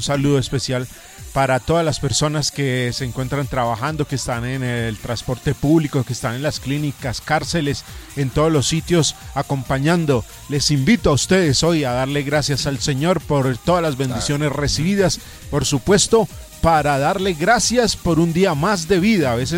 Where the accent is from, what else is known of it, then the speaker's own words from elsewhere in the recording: Colombia; somos colombianos